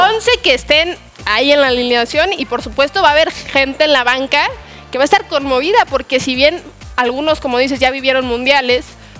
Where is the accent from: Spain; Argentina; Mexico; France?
Mexico; los mexicanos no somos tan altos como los europeos.